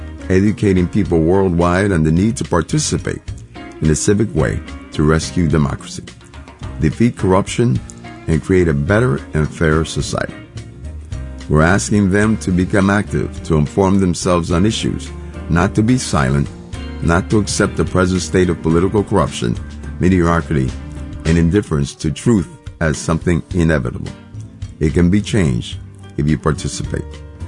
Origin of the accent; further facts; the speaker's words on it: San Juan, Puerto Rico; born there; I was born in San Juan, Puerto Rico. My nationality is Puerto Rican.